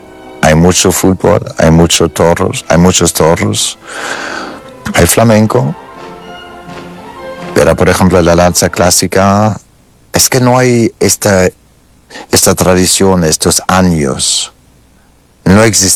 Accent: Germany; first language German; Spanish is a second language; Cuando yo nací en Alemania, hablo perfectamente alemán. Es mi idioma maternal. Cuando estaba en Alemania, era pequeño

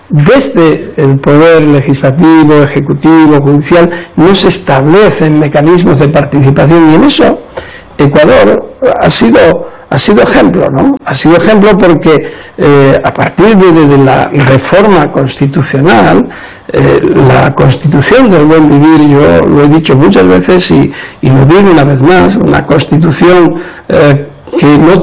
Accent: Spain; En mi país, en España, cualquier juez o fiscal puede salir de su carrera judicial

